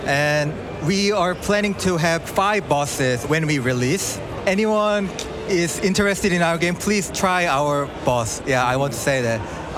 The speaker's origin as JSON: {"language": "English", "country": "South Korea", "said": "Yeah, I'm from South Korea, the game director of the Hellpunk Purgatorium."}